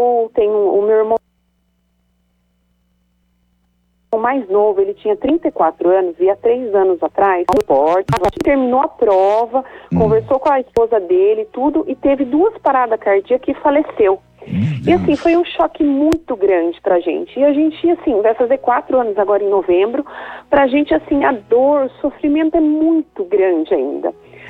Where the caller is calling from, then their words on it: Mogi Mirim, São Paulo, Brazil; Mojimirim, interior de São Paulo.